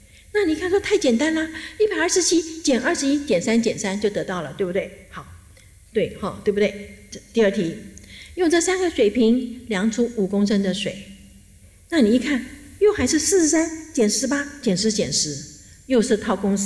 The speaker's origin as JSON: {"language": "Chinese", "country": "China", "said": "我们中国人是保守嘛，做和不做50%的时候，中国人是不做的。"}